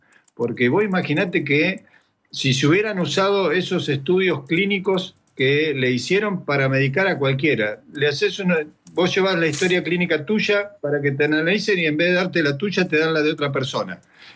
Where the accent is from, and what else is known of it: Argentina